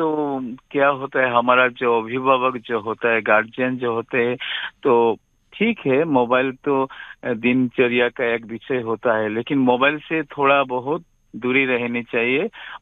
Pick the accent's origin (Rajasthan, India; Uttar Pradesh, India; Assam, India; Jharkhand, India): Assam, India; Ram Krishna Nagar; मेरा गांव का नाम है राम कृष्ण नगर, डिस्ट्रिक्ट है श्री भूमि, आसाम से ताल्लुकात है ना।